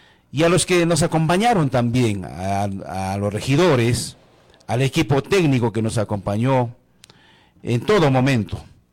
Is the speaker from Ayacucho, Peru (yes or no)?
yes; Coracora, Ayacucho, Peru; a mi pueblo, a nuestra tierra, Parinacochas, Coracora